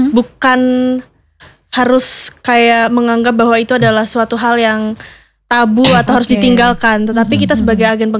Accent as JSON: {"language": "Indonesian", "town": "Cilacap", "region": "Central Java", "country": "Indonesia", "said": "identitas kita sebagai warga Cilacap."}